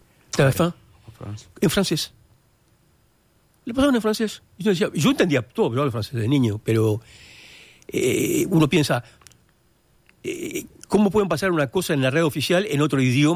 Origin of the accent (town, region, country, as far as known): Uruguay